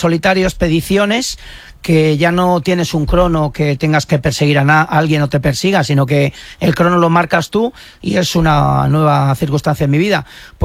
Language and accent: Spanish; Íscar, Castile and León, Spain